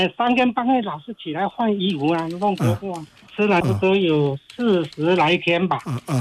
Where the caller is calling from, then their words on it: Zhangzhou, Fujian, China; 我福建漳州的。